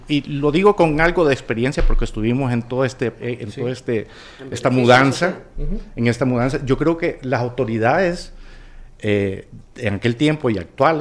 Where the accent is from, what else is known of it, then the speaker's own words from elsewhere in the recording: Honduras; realmente somos hondureños trabajando para líneas aéreas internacionales.